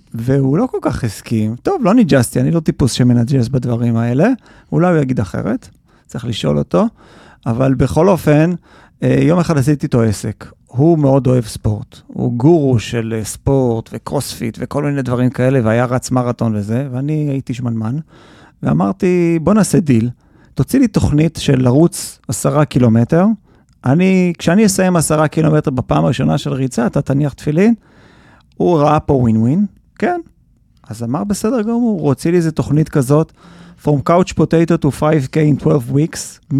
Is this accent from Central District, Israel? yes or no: yes; Ra'anana, Central District, Israel; גדלתי ברעננה, בבית מסורתי, לא דתי בכלל.